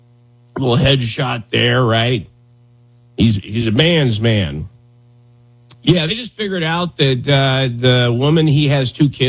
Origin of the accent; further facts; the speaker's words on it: Wyoming, United States; As a child growing up in Wyoming, we used to drive to other cities